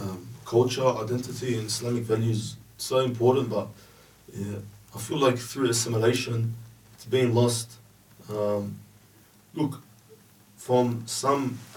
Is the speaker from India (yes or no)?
no; Australia; growing up in Australia